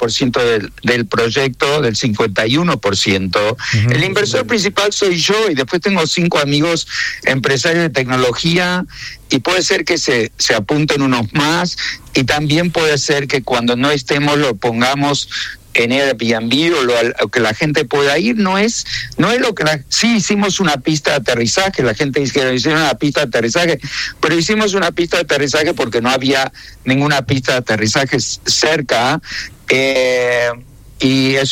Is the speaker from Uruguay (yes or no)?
no; Argentina; yo soy argentino, ciudadano argentino con DNI argentino.